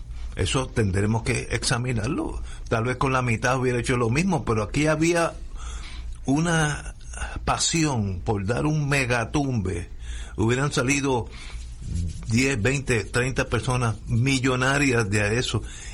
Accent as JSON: {"language": "Spanish", "country": "Puerto Rico", "said": "como puertorriqueño que soy"}